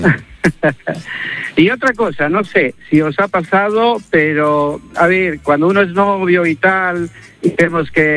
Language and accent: Spanish; Bolivia; now in Spain; No, no esperaba soy yo boliviano.